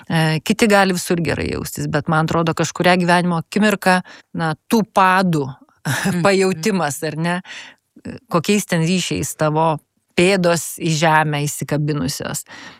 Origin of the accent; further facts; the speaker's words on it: Kaunas, Kaunas County, Lithuania; also born or lived in Vilnius; Aš kaunietė, Kaune, ant asfalto.